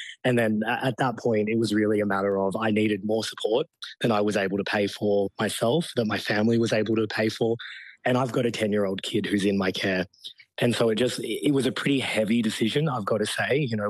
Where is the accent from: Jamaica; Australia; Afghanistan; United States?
Australia; this is an important scheme that I'm really proud of as an Australian.